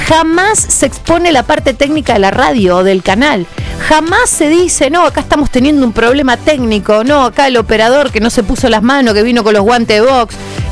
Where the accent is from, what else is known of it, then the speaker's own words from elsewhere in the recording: Argentina; como persona, como argentina, como mamá, como mujer de 50 años y como periodista deportiva